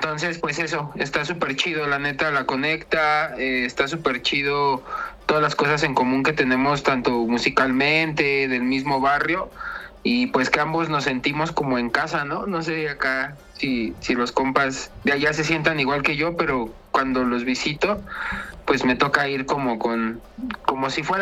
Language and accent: Spanish; Mexico; Yo como mexicano